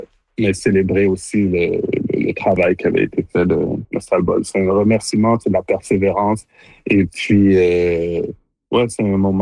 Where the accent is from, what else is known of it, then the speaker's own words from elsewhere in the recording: Montreal, Quebec, Canada; born there; Et mon parcours, je suis né à Montréal de parents d'origine haïtienne.